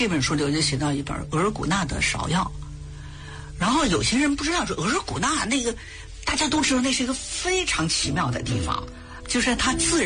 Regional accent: Northeast China, China; 我们东北人司空见惯的这种冬天的场景啊

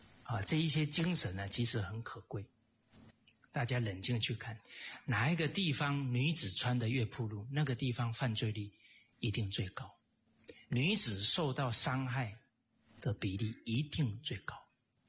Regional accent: Malaysia; 我们马来西亚华人都会回家扫墓

